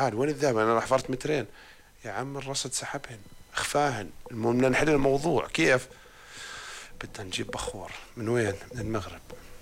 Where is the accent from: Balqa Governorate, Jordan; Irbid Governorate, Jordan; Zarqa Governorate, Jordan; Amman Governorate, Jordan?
Irbid Governorate, Jordan; Irbid; يعني انا تربيت على مناطق في الشمال، في اربد، عروس الشمال